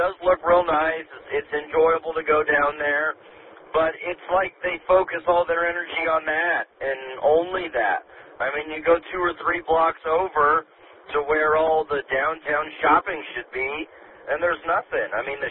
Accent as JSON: {"language": "English", "town": "Pueblo", "region": "Colorado", "country": "United States", "tie": "born or raised there", "said": "I'm from here. I'm born and raised in Pueblo, Colorado native. I lived in Virginia for a few summers at a time when I was in high school and college as a type of an internship. But other than that, I'm born and raised here in Pueblo."}